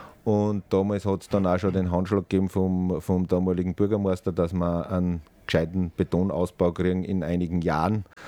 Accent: Kuchl, Salzburg, Austria; now in Salzburg, Austria; ich bin am Land aufgewachsen, in Kuchl, um genau zu sein, und bin dann in die Stadt gekommen

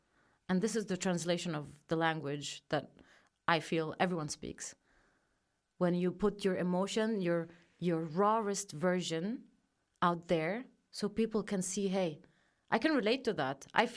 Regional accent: Austria; born there; first language German; English is a second language; learning that, yes, I do have somehow Austrian identity because I was born here and I speak it. This is my first language that I learned perfectly.

